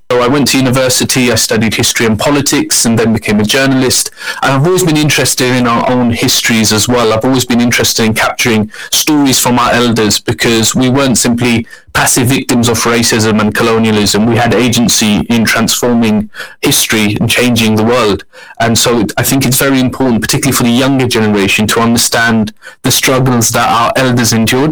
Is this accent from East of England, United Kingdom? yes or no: yes; Luton, East of England, United Kingdom; Yeah, born and bred in Luton, still live in the town. My granddad was here, my dad grew up in Luton as well. I'm British Kashmiri, families from Mirpur and Azad Kashmir, and yeah, Luton means a lot to me. It's my town.